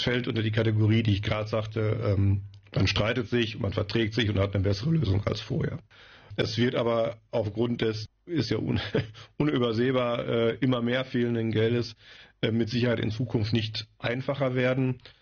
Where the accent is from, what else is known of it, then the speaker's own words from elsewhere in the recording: North Rhine-Westphalia, Germany; now in Friesland, Germany; Gerade wenn Sie, wie ich selbst, gebürtig aus NRW kommen